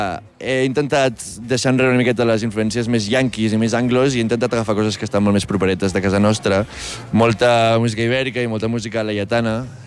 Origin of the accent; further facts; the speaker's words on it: Espolla, Catalonia, Spain; also born or lived in Barcelona; jo sóc natural d'Espolla